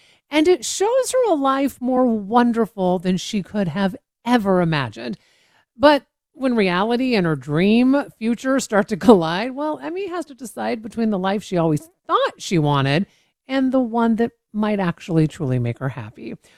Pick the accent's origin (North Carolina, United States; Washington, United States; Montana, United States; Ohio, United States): Washington, United States; I mean, you live in Washington. I was raised in Washington.